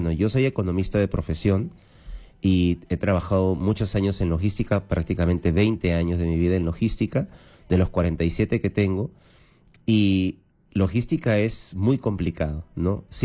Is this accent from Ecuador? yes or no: no; Lima, Peru; also born or lived in Ica; now in Callao, Peru; Yo vengo de Ica, en realidad yo vengo de Ica, hace 2 meses estoy aquí ya viviendo en Lima, pero yo vengo de Ica. O sea, yo soy de Lima, pero me mudé a Ica porque ahí tenemos nuestra casa.